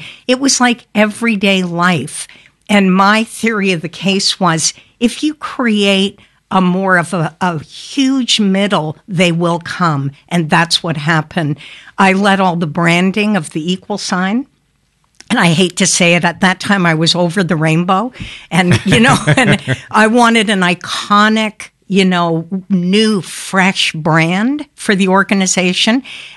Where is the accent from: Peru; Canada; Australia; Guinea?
Canada; now in United States; I'm Canadian